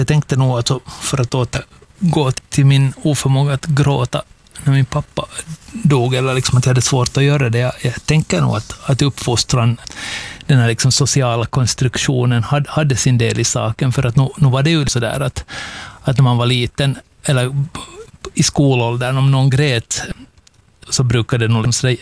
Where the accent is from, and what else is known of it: Finland